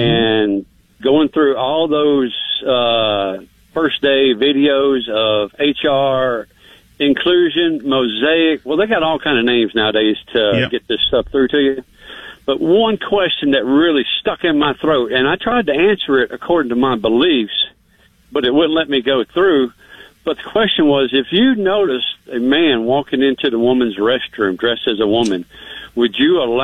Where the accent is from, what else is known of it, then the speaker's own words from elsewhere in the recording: the South, United States; I'm from the South. I would have taken matters in my own hands.